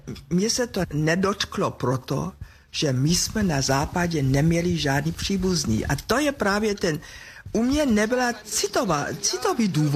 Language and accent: Czech; Germany; Czech is a second language; moved away as an adult; now in Prague, Czech Republic; Musím říct, nikdy mě nedal nikdo najevo, že jsem Němka.